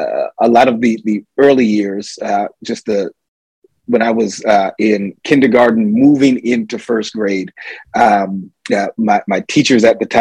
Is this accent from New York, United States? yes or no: yes; Ithaca, New York, United States; I am the youngest of 6 children, born and raised in Ithaca, New York.